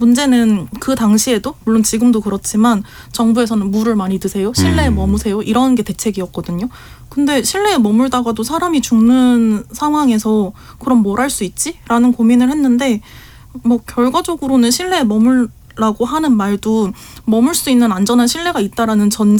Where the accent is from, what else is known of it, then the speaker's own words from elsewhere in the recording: Seoul, South Korea; 저는 서울에 있는 빌라에서 거기서 태어나서 평생을 자랐거든요.